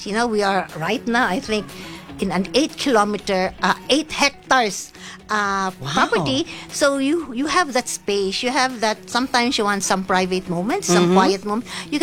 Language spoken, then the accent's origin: English; Philippines; we, you know, Filipinos